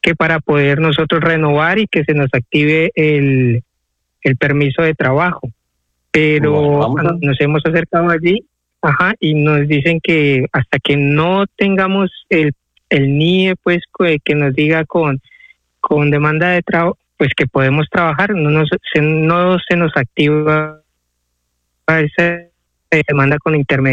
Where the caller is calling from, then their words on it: Madrid, Community of Madrid, Spain; Hola, buenos días. … me comunico de Madrid.